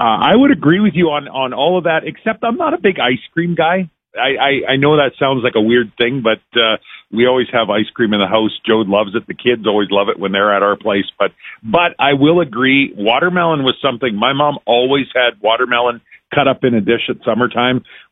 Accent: Abernethy, Saskatchewan, Canada; born there

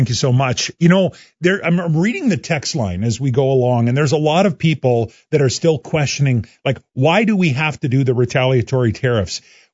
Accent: Canada; I'm Canadian. I'm all in. You got me. I'm Canadian.

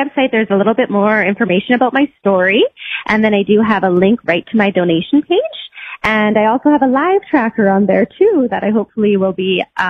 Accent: Flin Flon, Manitoba, Canada; born there; She went to Loon Lake in the forest, and then I was born in Finflaw in the Canadian Shield.

